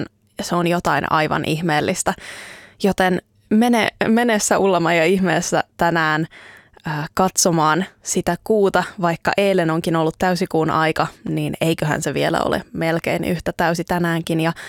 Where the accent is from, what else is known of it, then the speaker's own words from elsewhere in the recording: Uusimaa, Finland; moved away; Mä olen itse myös kotoisin tuolta pääkaupunkiseudulta Suomesta.